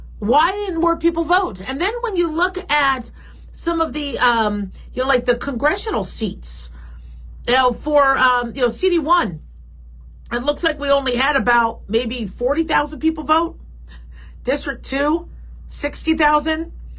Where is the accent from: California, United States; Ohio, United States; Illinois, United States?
California, United States; now in Nevada, United States; I'm from California. If I could move back to California and afford living there, I would. But I'm really happy here in Nevada